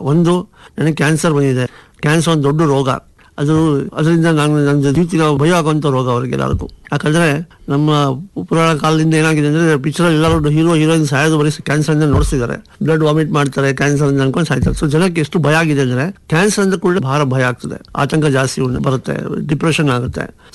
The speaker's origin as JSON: {"language": "Kannada", "town": "Bengaluru", "region": "Karnataka", "country": "India", "said": "ಮೂಲತಃ ನಾನು ಬೆಂಗಳೂರವನು."}